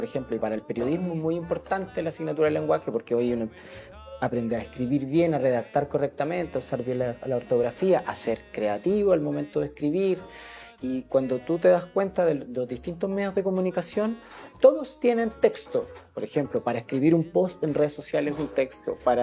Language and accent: Spanish; Tomé, Biobío, Chile; Yo soy tomecino, nacido y criado aquí. Entiendo que en el hospital de Tomé. y toda mi vida la viví en el barrio en Bellavista